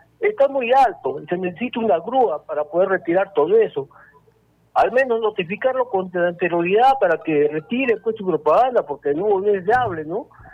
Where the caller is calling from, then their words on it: Arequipa, Peru; yo vivo en Cerro Alegre